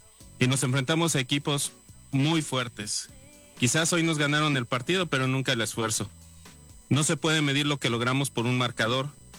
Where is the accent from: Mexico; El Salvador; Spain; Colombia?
Mexico; Mexico City; soy un músico de Ciudad de México.